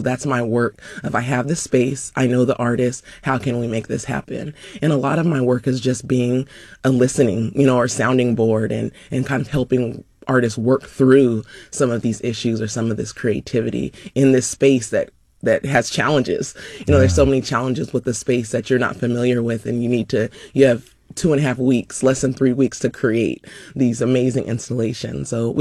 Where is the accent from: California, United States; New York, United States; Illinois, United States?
California, United States; Sacramento; growing up in Sacramento, I've walked past that building hundreds of times, wondering what it was.